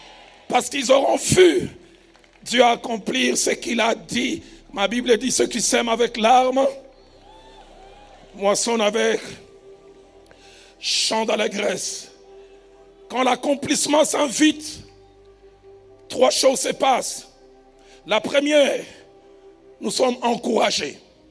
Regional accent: Lausanne, Vaud, Switzerland; J'ai grandi à Lausanne.

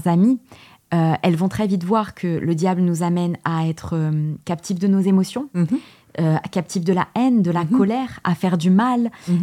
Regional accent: Portugal; Parce que je suis portugaise.

